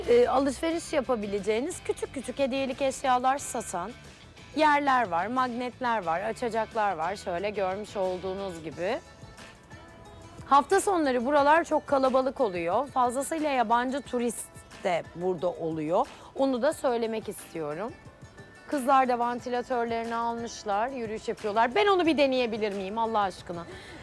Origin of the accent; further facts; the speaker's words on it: Alanya, Antalya, Turkey; Bu arada ben Antalyalıyım, Alanyalıyım. Çok iyi bilirim oraları.